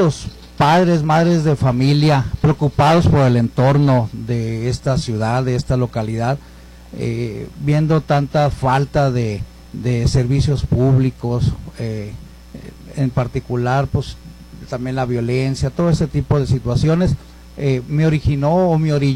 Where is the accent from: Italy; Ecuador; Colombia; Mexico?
Mexico; Sinaloa; moved away as an adult; now in Ciudad Juárez, Mexico; Me traje a mi primer hijo de un año, mi esposa, soy originario de Sinaloa.